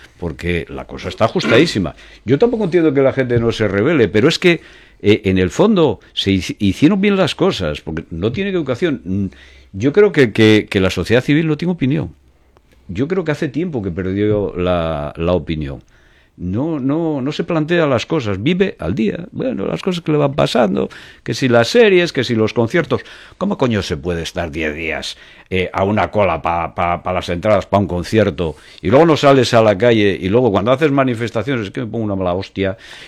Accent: Spain; debo ser el único español

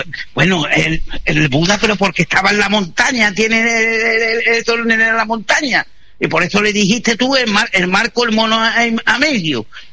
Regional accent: Andalusia, Spain; Como gaditano, los de San Fernando.

